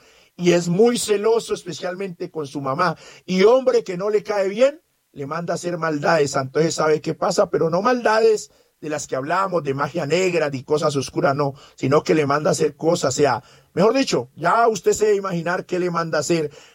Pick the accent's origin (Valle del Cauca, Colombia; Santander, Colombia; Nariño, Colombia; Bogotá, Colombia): Nariño, Colombia; Yo soy de acá, de la Sierra Nariño, Conocí una chica, yo tengo en este momento, tengo 50 años de edad